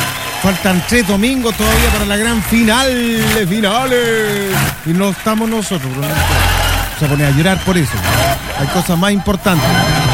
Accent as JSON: {"language": "Spanish", "region": "Magallanes and Chilean Antarctica", "country": "Chile", "said": "soy tan magallánico como me lo creo."}